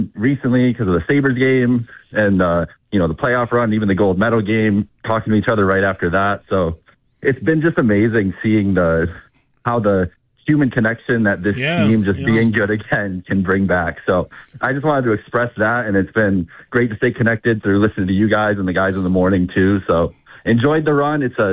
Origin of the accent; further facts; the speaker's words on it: Fredonia, New York, United States; moved away; I grew up in Fredonia with him.